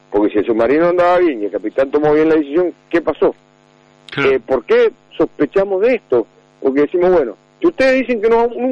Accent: Mendoza, Argentina; nosotros nacimos en Albien, nos criamos ahí

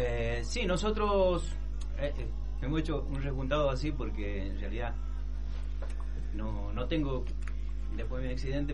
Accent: La Rioja, Argentina

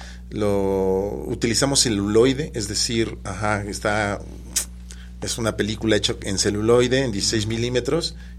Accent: Puebla, Mexico; yo soy de Puebla, en realidad.

